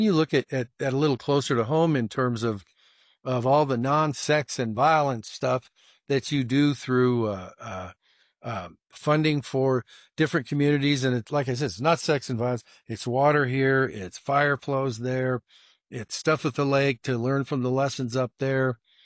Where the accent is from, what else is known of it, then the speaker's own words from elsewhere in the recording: Carson, United States; Well, I grew up in Carson, and it was a town of between 5 and 10,000 people.